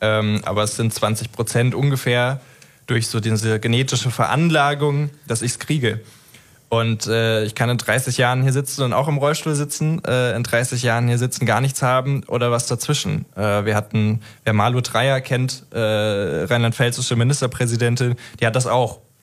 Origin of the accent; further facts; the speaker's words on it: Idstein, Hesse, Germany; ich komme aus Idstein. Rheingau ist, wie gesagt, das Internat. Ne? Ich bin gebürtig und geboren und mit Seele Idsteiner.